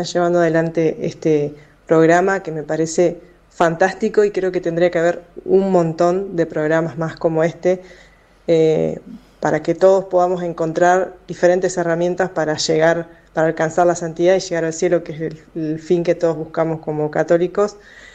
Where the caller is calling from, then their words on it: Santa Fe, Argentina; de Santa Fe